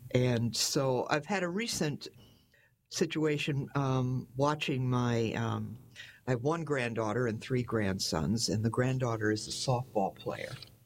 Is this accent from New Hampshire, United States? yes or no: no; Michigan, United States; also born or lived in New Jersey, United States; I've only lived here for 11 years in the Plymouth area. I grew up in Michigan, and then I lived in New Jersey for many